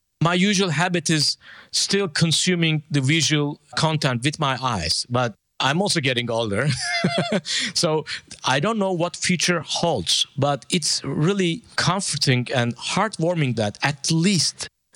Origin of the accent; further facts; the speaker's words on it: Turkey; I'm a Turkish kid, born and raised in Turkey